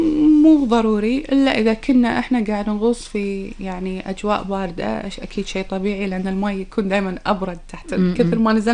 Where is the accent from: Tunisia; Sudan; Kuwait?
Kuwait; إحنا عندنا بالكويت هني لأن يعني إحنا دولة فيها ساحل أو الخليج العربي نتميز فيه